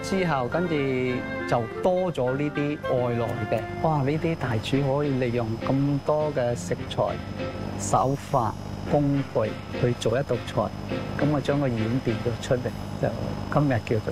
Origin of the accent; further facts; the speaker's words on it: Zhangzhou, Fujian, China; now in Macau; 我是漳州。